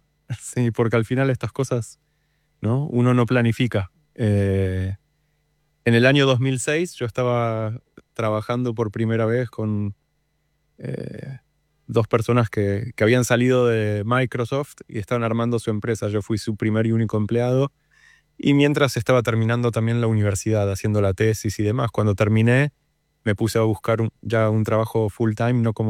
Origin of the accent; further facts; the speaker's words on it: Argentina; Estudié en Argentina, nací y crecí acá, hice todo.